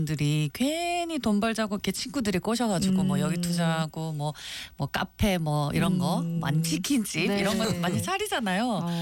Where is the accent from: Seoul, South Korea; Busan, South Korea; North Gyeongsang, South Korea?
North Gyeongsang, South Korea; 저는 경상도긴 한데 저는 경북이거든요.